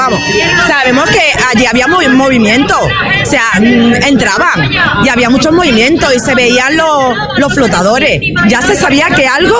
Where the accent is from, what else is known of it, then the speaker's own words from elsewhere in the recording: Ceuta, Spain; es que además los ceutíes son muy españoles, porque tenemos la frontera al lado, y somos muy españoles.